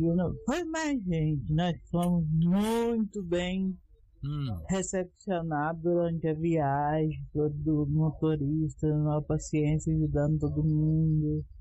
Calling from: Silvânia, Goiás, Brazil; nós estamos vivendo agora em Silvânia

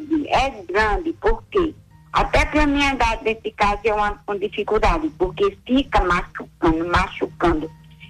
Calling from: Crato, Ceará, Brazil; Padre Reginaldo, estou falando de um povoado que fica no Crato, Ponta da Serra, no Ceará.

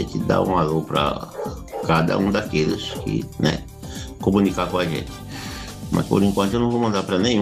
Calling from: São Francisco do Piauí, Piauí, Brazil; E eu sou daqui de São Francisco do Piauí … daqui de São Francisco do Piauí.

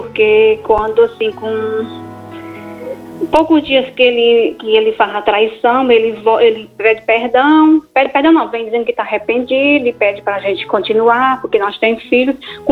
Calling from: Ceará, Brazil; Uma cidade do Ceará.

